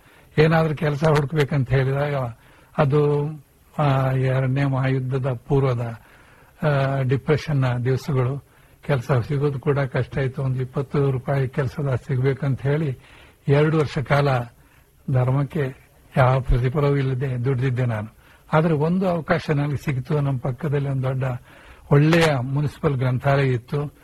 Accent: Udupi, Karnataka, India; now in Mumbai, India; ಆದರೂ ನನ್ನ ಬಾಲ್ಯ ದಕ್ಷಿಣ ಕನ್ನಡದಲ್ಲಿ. ನಾನು ಹುಟ್ಟಿದ್ದು ಉಡುಪಿಯಲ್ಲಿ ಸಂಪ್ರದಾಯಸ್ಥ ಕುಟುಂಬದಲ್ಲಿ.

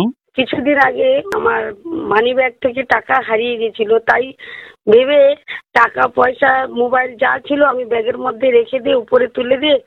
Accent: Maipith, West Bengal, India; আমার বাড়ি কুলতলি মৈপির গ্রামে।

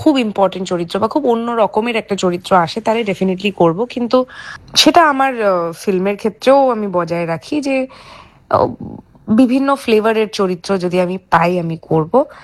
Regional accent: West Bengal, India; একজন বাঙালি হয়ে বা একজন ইন্ডিয়ান হয়ে

